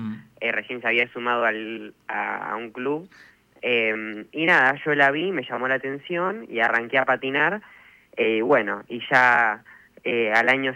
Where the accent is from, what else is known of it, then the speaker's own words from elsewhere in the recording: Saavedra, Buenos Aires Province, Argentina; Yo soy de Saavedra, en realidad.